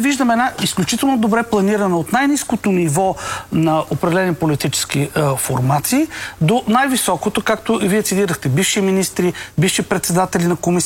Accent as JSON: {"language": "Bulgarian", "town": "Sofia", "region": "Sofia City", "country": "Bulgaria", "said": "ние като софиянци"}